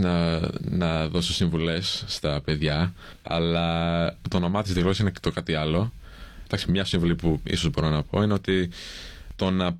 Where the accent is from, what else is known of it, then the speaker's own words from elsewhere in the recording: Australia; Greek is a second language; δεν θα έλεγα νομίζω ότι είμαι Έλληνας. Δεν θα έκανα μια τέτοια δήλωση τόσο ξεκάθαρα. Δηλαδή, θα έλεγα ότι είμαι Αυστραλός με ελληνική καταγωγή. Δεν λέω ότι είμαι Έλληνας.